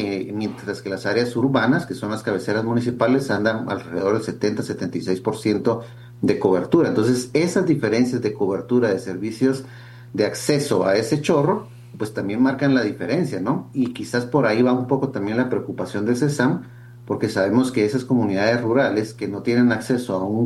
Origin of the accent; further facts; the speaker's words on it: Guatemala; Y el tema acá quizás es que como guatemaltecos no hemos aprendido de lo que la historia de la humanidad ha generado